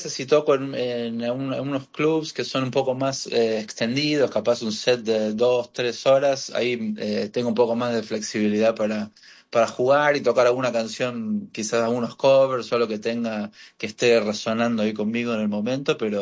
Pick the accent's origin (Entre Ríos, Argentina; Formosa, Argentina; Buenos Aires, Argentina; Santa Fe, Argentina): Buenos Aires, Argentina; moved away as an adult; also born or lived in Florida, United States; now in New York, United States; En Estados Unidos, en Florida, y crecí en Buenos Aires casi toda la vida. Y bueno, ahora hace unos 12, 13 años que estoy ya radicado aquí en el área de New York.